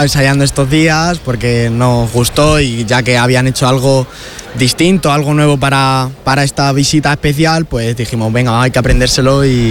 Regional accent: Alcázar de San Juan, Castilla-La Mancha, Spain; De Alcázar de San Juan, Ciudad Real, y somos de la parroquia de Santa María la Mayor, de la localidad de allí.

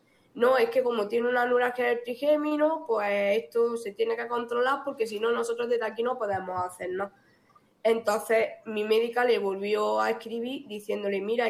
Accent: Huéscar, Andalusia, Spain; yo soy de Huesca

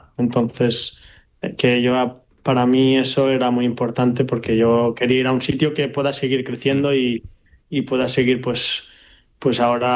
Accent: Barcelona, Catalonia, Spain; Sí, yo soy más de Barcelona.

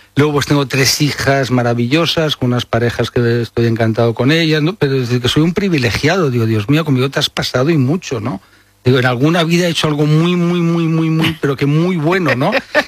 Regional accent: Barcelona, Catalonia, Spain; born or raised there

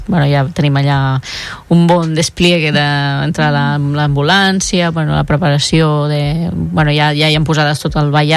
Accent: Vilafant, Catalonia, Spain; és tradició ja al nostre poble, no?

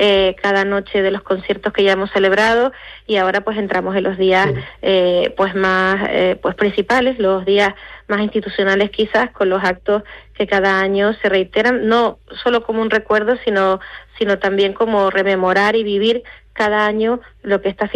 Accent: Canary Islands, Spain; nos identifica como canarios

